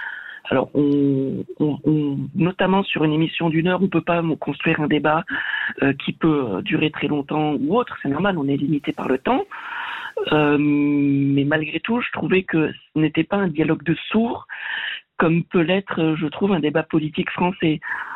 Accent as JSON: {"language": "French", "region": "South-West France", "country": "France"}